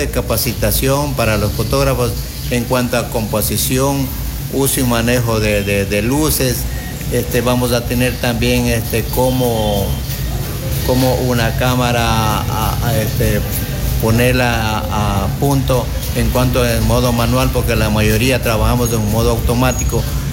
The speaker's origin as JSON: {"language": "Spanish", "town": "Quevedo", "region": "Los Ríos", "country": "Ecuador", "said": "y somos de aquí, de Quevedo"}